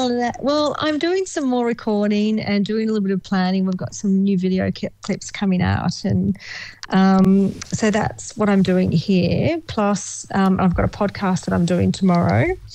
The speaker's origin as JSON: {"language": "English", "country": "Australia", "tie": "born or raised there", "said": "I think sometimes Australia, and I love Australia. It's my hometown"}